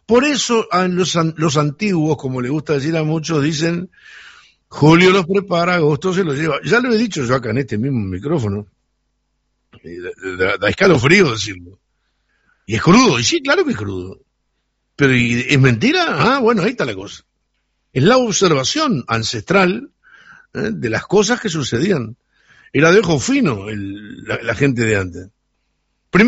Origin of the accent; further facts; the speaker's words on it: Sarandí del Yí, Durazno, Uruguay; los que somos de Sarandí de allí